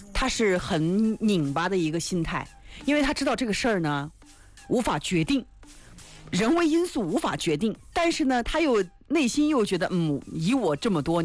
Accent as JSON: {"language": "Chinese", "country": "China"}